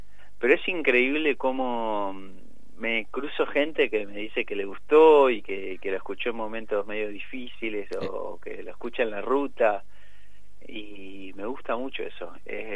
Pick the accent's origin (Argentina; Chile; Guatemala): Argentina; Mar del Plata, Buenos Aires Province; yo soy marplatense